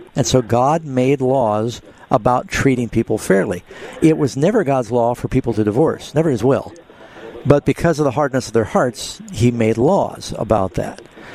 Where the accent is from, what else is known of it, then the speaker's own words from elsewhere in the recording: New York City, New York, United States; Oh, well, I am a Jewish Christian. I grew up in New York City.